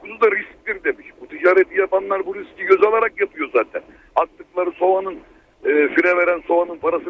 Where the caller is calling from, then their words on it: Istanbul, Turkey; İstanbul'dan arıyorum.